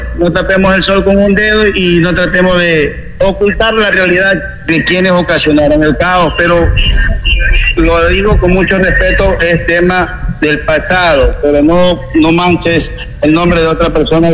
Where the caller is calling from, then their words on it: La Libertad, Santa Elena, Ecuador; soy taxista del Cantón de la Libertad